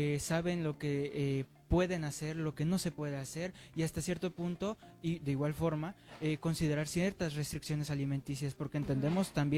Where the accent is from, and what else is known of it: Mexico